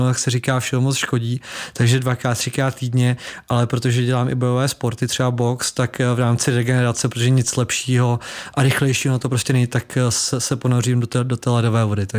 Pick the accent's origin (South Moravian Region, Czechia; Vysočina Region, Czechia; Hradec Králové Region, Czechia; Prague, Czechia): Vysočina Region, Czechia; jsem z Vysočiny a kousek od Jihlavy, kde bydlím